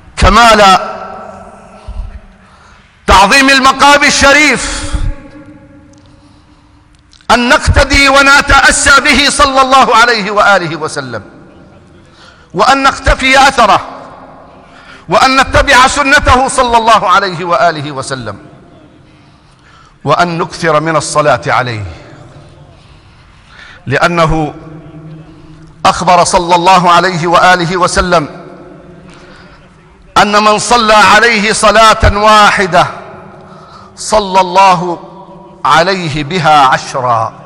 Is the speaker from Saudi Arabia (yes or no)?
no; Jordan; احفظ بلدنا الأردن